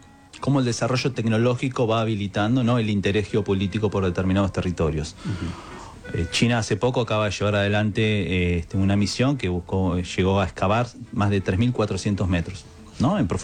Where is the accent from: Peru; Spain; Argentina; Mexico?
Argentina; Que nosotros tengamos una Antártida argentina